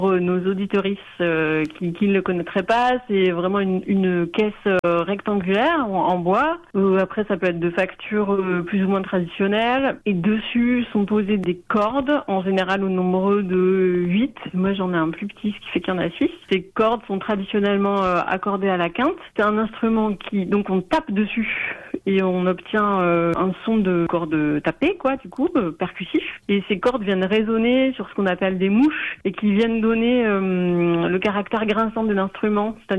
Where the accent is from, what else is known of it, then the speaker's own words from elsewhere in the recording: Nouvelle-Aquitaine, France; Parce que moi, comme j'ai grandi au Pays Basque, donc qui n'est pas du tout loin de l'Occitanie.